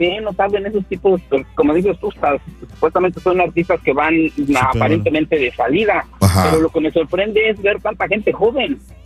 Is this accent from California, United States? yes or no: no; Indiana, United States; Mira, por ejemplo, yo soy de acá de Indiana.